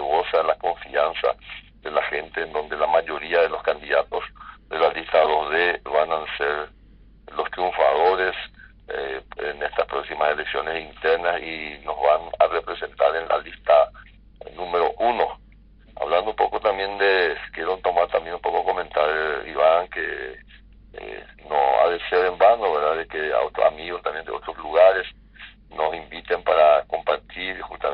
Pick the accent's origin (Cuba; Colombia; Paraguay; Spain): Paraguay; como paraguayo, como patriota